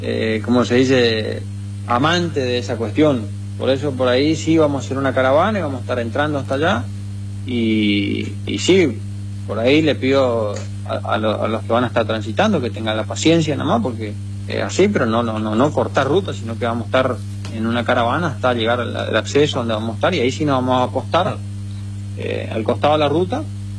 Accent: Comandante Andresito, Misiones, Argentina; Mi pueblo fue uno de los pueblos que más votó a Milei. Pero hoy, si vos te vas a Andresito, un pueblo fantasma. O sea, da lástima, da vergüenza del pueblo pujante que éramos hace 2 años atrás

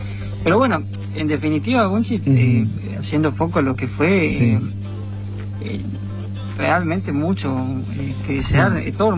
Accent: Argentina

